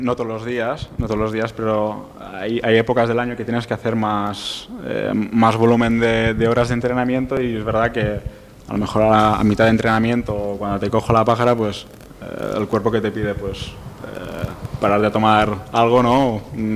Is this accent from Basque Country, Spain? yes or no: no; Balearic Islands, Spain; now in Mallorca, Spain; yo te tengo que decir que yo soy de Menorca, y cuando vine aquí por primera vez aquí en Mallorca